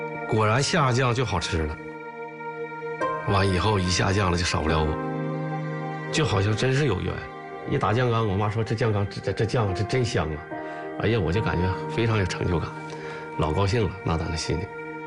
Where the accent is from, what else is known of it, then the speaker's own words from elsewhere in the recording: Northeast China, China; 咱们东北人